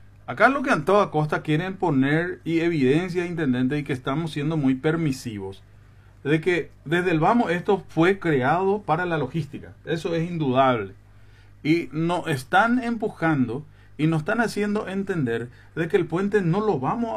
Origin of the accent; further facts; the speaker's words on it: Presidente Franco, Alto Paraná, Paraguay; usted, yo y muchos franqueños amamos demasiado nuestra ciudad